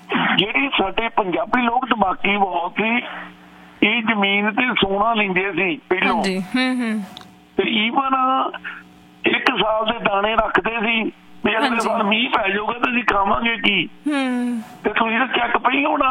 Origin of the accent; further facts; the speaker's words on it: Punjab, India; ਤੇ ਸਾਡੇ ਲੋਕਾਂ ਕੋਲ ਗਰੀਡ ਬਹੁਤ ਆ, ਪੰਜਾਬੀ ਲੋਕਾਂ ਚ ਲਾਲਚ ਬਹੁਤ ਆ।